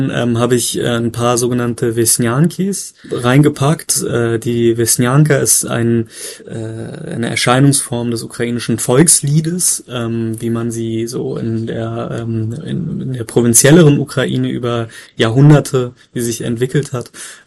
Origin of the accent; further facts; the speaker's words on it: Berlin, Germany; born there; ich bin ja gebürtiger Berliner, habe die Zeit zwar selbst nicht miterlebt